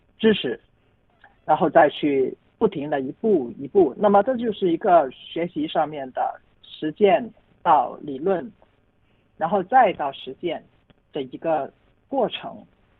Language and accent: Chinese; Guangdong, China; 我们广东人的话可能还会更安逸一点，我们一天是吃5顿